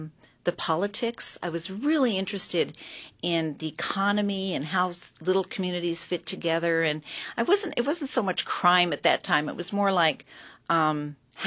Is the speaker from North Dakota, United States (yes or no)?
no; Sitka, Alaska, United States; moved away as an adult; also born or lived in Baltimore; So I grew up in Sitka. I moved away in after graduating from high school. 1974.